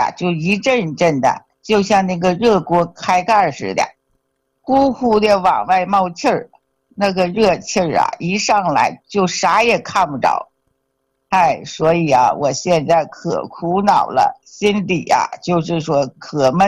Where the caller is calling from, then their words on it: Shenyang, Liaoning, China; 我是沈阳的。